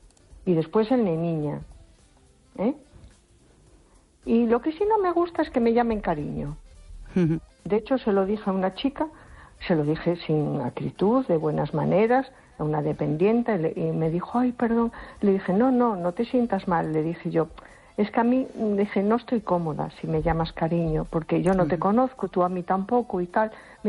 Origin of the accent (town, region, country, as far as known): A Coruña, Galicia, Spain